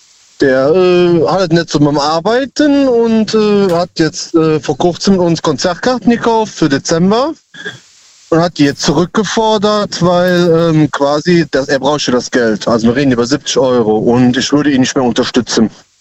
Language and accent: German; Cologne, North Rhine-Westphalia, Germany; Aus Köln.